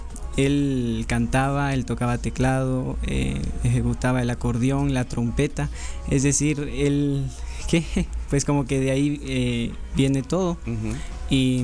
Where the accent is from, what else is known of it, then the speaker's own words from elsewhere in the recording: Cobán, Alta Verapaz, Guatemala; Yo soy de aquí de Cobán, Alta Verapaz.